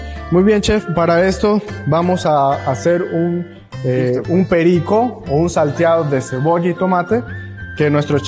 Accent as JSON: {"language": "Spanish", "country": "Venezuela", "said": "Yo, como venezolano, estoy feliz"}